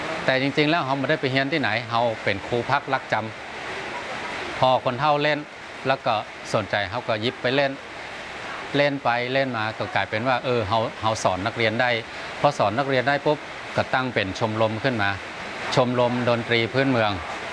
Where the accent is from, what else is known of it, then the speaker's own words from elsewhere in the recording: Sukhothai, Thailand; พื้นเพเดิมเนี่ยผมเป็นคนสุโขทัยครับ